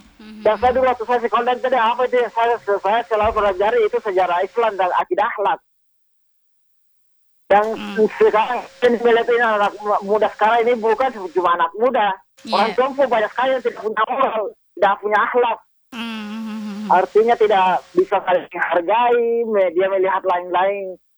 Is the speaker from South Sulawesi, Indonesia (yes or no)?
yes; South Sulawesi, Indonesia; Itulah tradisi kita itu sebagai orang Bugis ya, sangat bagus sekali